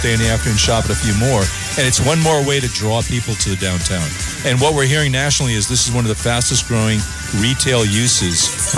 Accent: Fall River, Massachusetts, United States; moved away as an adult; now in Vallejo, United States; my hometown of Fall River, Massachusetts

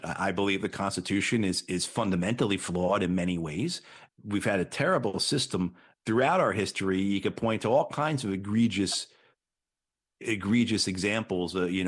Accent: Ireland; you know, I'm Irish, so I'm not a fan of Winston Churchill. You know, my family in Tipperary would, you know, they'd have a heart attack if they heard me defending the guy.

